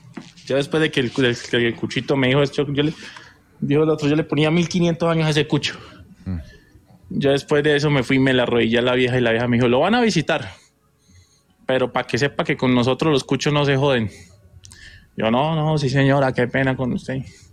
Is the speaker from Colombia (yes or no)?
yes; Llanos Orientales, Colombia; now in Bogotá, Colombia; Yo soy oriundo de los Llanos Orientales, pero en ese momento vivo en Bogotá.